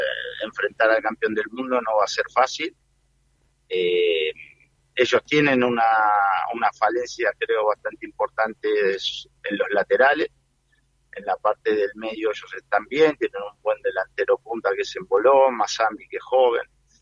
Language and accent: Spanish; San Miguel, Argentina; moved away as an adult; also born or lived in Basel, Switzerland; now in Lugano, Switzerland; Soy el mismo de San Miguel, nada más que sin pelo.